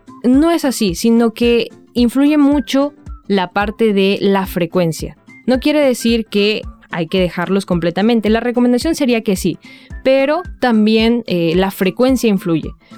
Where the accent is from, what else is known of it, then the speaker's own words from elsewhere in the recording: Mexico; moved away; En México, les voy a hablar un poquito acerca de donde vengo